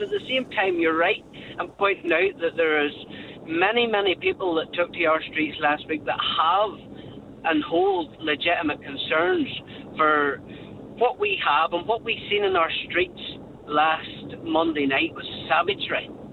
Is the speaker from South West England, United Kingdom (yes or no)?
no; Northern Ireland, United Kingdom; I come from North Antrim. I represent North Antrim.